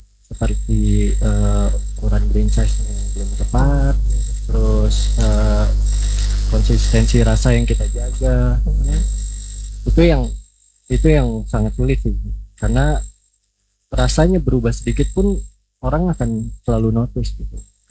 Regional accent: Jakarta, Indonesia; moved away as an adult; now in Biak, Indonesia; Betul. Saya dari Jakarta.

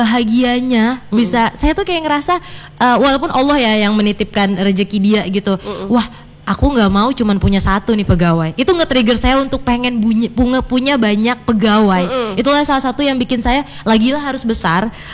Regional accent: Medan, North Sumatra, Indonesia; moved away as an adult; now in Jakarta, Indonesia; kita tuh udah kurang lebih 14 tahun di Jakarta, tapi membranding diri kami ini orang Medan nih

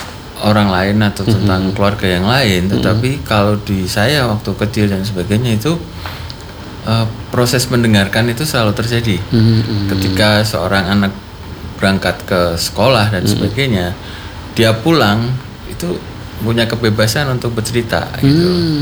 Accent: East Java, Indonesia; accent: East Javanese; kok aku Jawa Timurane metu

